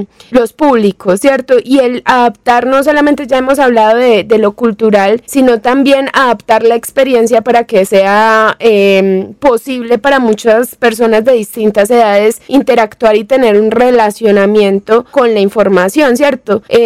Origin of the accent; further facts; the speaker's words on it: Colombia; para nosotros como colombianos